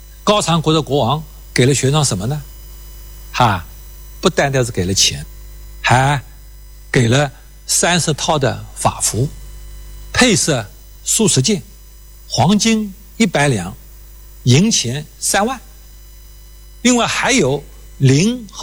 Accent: China; 丝绸是我们中国人的发明创造，已经有5000年的历史了，这是世界公认的。

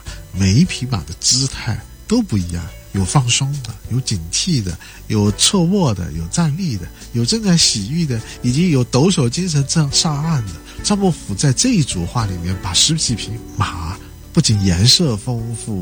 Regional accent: China; 我们中国人

